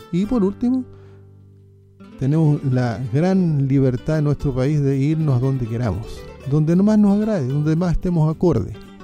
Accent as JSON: {"language": "Spanish", "town": "Colina", "region": "Santiago Metropolitan Region", "country": "Chile", "said": "voy a defender Colina y las tradiciones que en ella conlleva, mi tierra."}